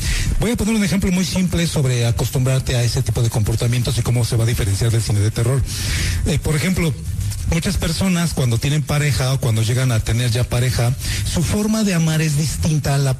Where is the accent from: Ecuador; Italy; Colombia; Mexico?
Mexico; Ecatepec, State of Mexico; Somos de Catepec.